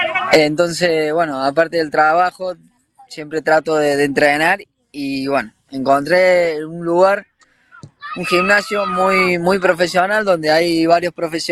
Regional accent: Mendoza, Argentina; now in Spain; hay otro argentino, otro mendocino

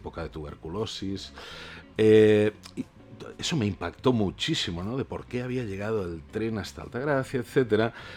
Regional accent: Catalonia, Spain; soy muy, muy catalán, muy catalán

